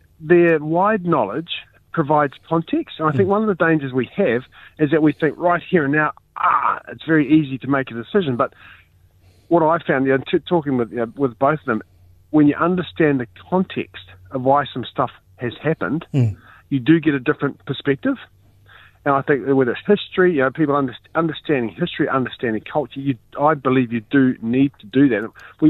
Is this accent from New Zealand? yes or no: yes; Hawke's Bay, New Zealand; I'm from Tuki Tuki. My parents, you know, on dad's side, the shearers from Bridge Par, and mum's side, the orchardist from Hastings. So we've been here for a long while.